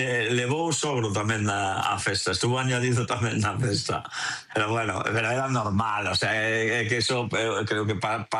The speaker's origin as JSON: {"language": "Galician", "town": "Barcelona", "region": "Catalonia", "country": "Spain", "tie": "born or raised there", "said": "como me criei en Barcelona desde os 10 anos, pues non tiña esa sensación de rivalidade co Celta."}